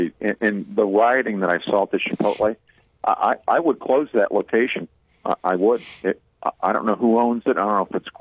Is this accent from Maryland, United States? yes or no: no; Wadsworth, Ohio, United States; now in Martin County, Florida, United States; I grew up in Wadsworth, just west of Akron.